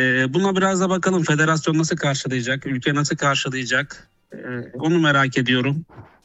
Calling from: Istanbul, Turkey; Çengelköy'den bağlanıyorum.

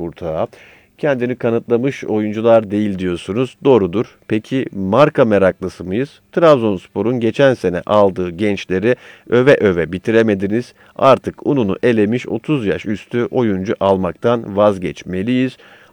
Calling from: İzmir, Turkey; Abi selamlar İzmir'den.

